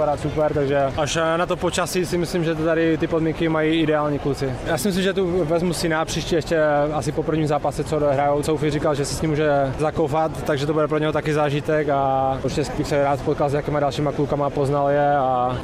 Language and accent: Czech; Opava, Moravian-Silesian Region, Czechia; now in Dallas, United States; Já jsem z Opavy